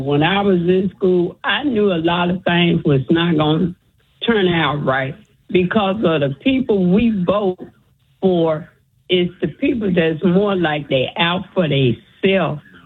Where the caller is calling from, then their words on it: Chicago, Illinois, United States; I'm from Chicago.